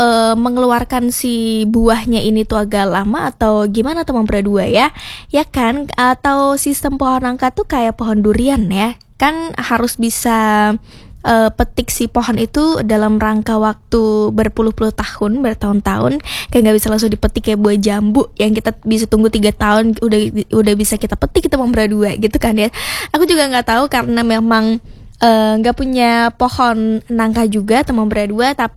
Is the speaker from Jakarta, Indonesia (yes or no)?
no; Yogyakarta, Special Region of Yogyakarta, Indonesia; sebagai warga Jogja